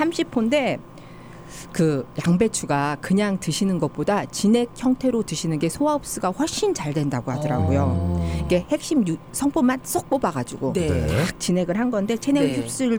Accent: South Korea; 저는 이제 한국 사람인지라 네. 깊은 맛 좋아하잖아요 저희는.

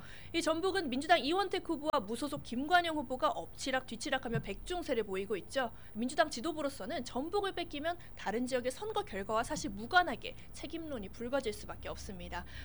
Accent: Seoul, South Korea; born there; 사실 제가 서울 태생이고

